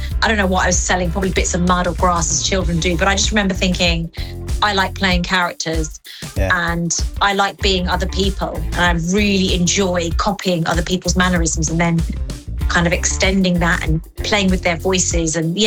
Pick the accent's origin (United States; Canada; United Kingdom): United Kingdom; born there; English is a second language; My parents immigrated here over to the UK, and it was really difficult at school. I didn't speak any English.